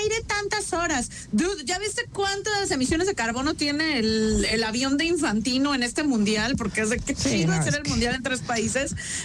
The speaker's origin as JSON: {"language": "Spanish", "country": "Mexico", "moved": "yes", "lives_now": "Spain", "said": "Y yo, es que soy mexicana."}